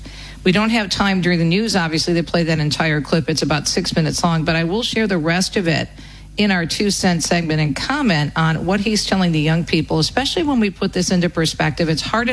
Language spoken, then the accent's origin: English; Detroit, Michigan, United States; moved away; my hometown of Metro Detroit